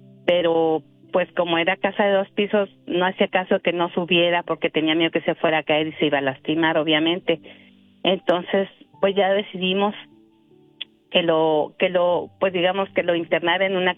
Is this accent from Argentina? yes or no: no; Chihuahua, Mexico; nosotros somos de Chihuahua